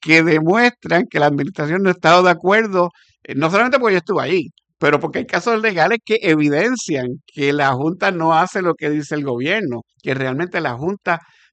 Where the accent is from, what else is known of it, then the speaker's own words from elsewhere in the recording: Puerto Rico; Yo como puertorriqueño